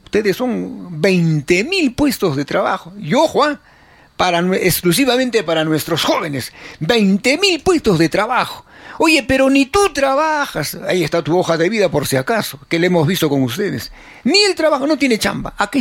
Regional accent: Arequipa, Peru; Somos los cholitos de Arequipa.

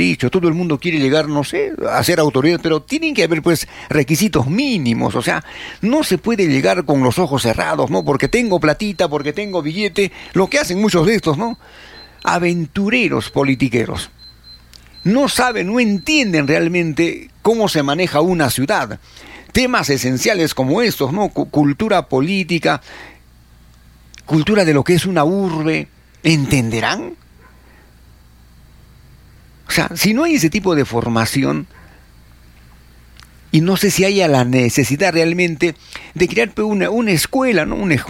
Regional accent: Arequipa, Peru; ¿Qué cosas somos los arequipeños?

